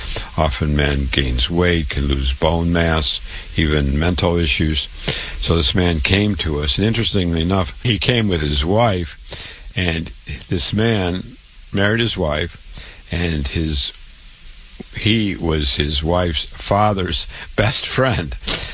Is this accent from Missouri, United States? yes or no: no; Waterloo, Iowa, United States; born or raised there